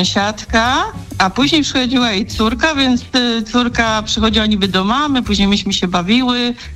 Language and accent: Polish; Nowa Sól, Lubusz Voivodeship, Poland; bo ja, my z Nowej Stoli, to Nowa Stól, daj mi Zieloną Górę